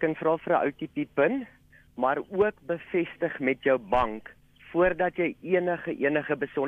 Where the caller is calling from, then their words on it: Germiston, Gauteng, South Africa; Ek is van Jimiston in die Oosrand